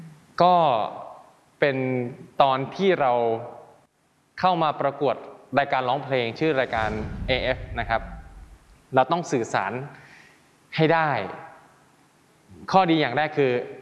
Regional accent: Isan, Thailand; เราเป็นคนอีสานเราก็พูดอีสานไปเลย

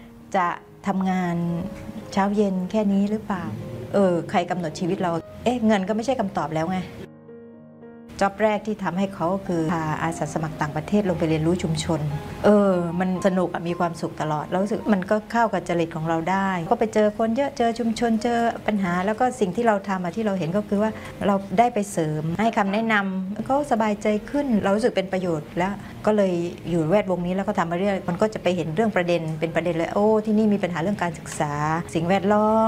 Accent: Thailand; เป็นคนต่างจังหวัดเนาะโตในบ้านนอกค่ะ

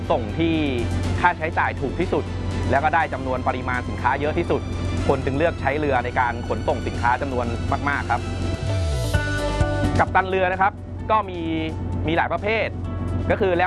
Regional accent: Phitsanulok, Thailand; พื้นเพผมเนี่ยเป็นคนจังหวัดพิษณุโลกจบการศึกษามัธยมจากโรงเรียนพิษณุโลกคม

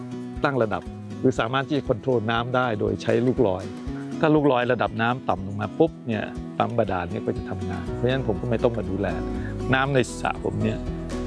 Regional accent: Chumphon, Thailand; born there; ผมเกิดที่สวนจังหวัดชุมพรนี่แหละครับก็คือชาวสวน

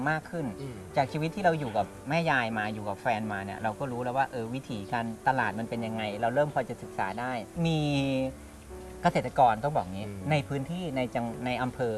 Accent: Lopburi, Thailand; ต้องบอกก่อนว่าทีเราเนี่ยไม่ใช่คนในพื้นที่จังหวัดสระบุรีผมเป็นคนลพบุรี

